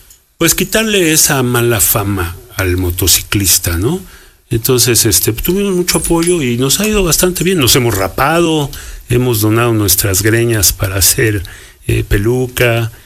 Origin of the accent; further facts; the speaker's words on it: Mexico City, Mexico; also born or lived in Texas, United States; No, fíjate que nací en el Distrito Federal en el año de 1972 y emigramos mi madre. Mi hermana, mi tío y yo a Estados Unidos. Nos fuimos a Texas, anduvimos por allá. Y regreso a México hasta 1977